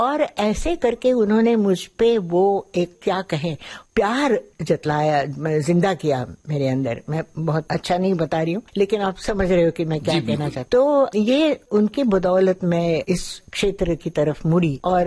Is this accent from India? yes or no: yes; Lucknow, Uttar Pradesh, India; born there; اور اس لیے لکھنؤ میں میری پیدائش لکھنؤ کی ہے.